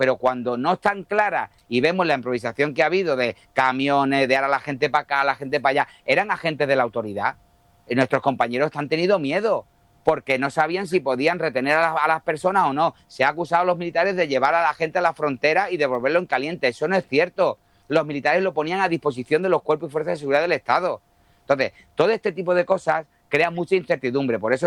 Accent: Spain; nosotros que venimos de Europa, de España

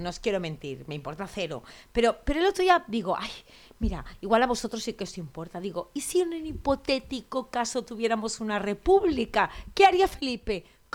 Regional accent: L'Hospitalet de Llobregat, Catalonia, Spain; Yo me crié en Hospitalet de los 70 y de los 80

